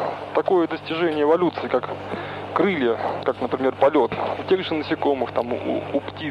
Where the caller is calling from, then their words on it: Uchkuduk, Navoiy Region, Uzbekistan; Вот я сам из Учкудука